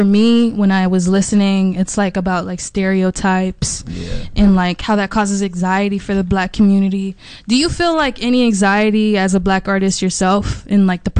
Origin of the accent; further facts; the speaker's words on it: Phoenix, Arizona, United States; now in Houston, United States; because I'm not originally from Houston, actually.